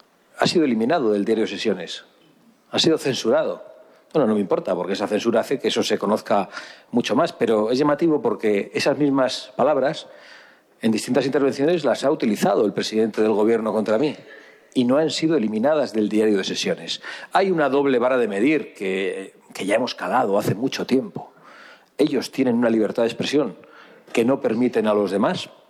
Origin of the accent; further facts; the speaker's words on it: Basque Country, Spain; Aquí, en mi tierra vasca